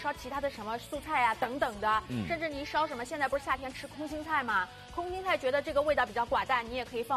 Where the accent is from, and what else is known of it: Shanghai, China